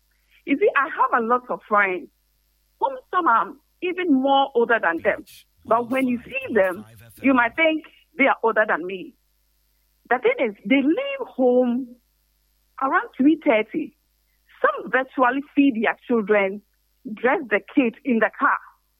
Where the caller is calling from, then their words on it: Takoradi, Western Region, Ghana; I'm calling from Anaji.